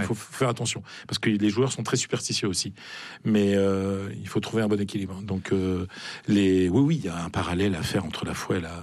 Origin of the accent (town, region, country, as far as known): France; moved away; also born or lived in Madrid, Spain